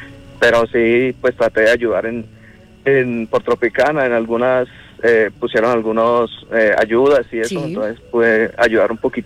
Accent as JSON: {"language": "Spanish", "town": "Bucaramanga", "region": "Santander", "country": "Colombia"}